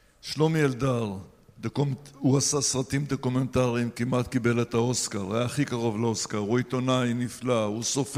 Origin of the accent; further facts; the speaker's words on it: Iraq; moved away; אני יליד עיראק. אני נולדתי אחרי שהיהודים עזבו. היהודים עזבו ב-1950-51, למשפחה הייתה נתינות בריטית, יעני אנגליזים, נשארנו בעיראק